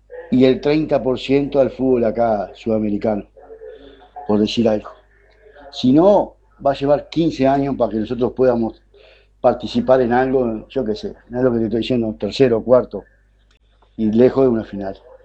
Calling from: Uruguay; Soy uruguayo

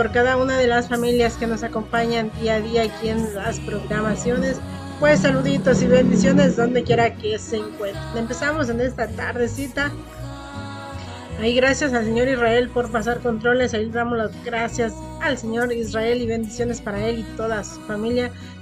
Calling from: Villa de Cos, Zacatecas, Mexico; Buenas tardes, ya llegué y estoy aquí desde Villa de Cos, Zacatecas.

